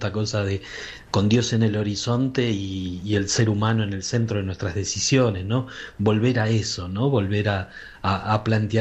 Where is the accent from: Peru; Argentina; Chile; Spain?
Argentina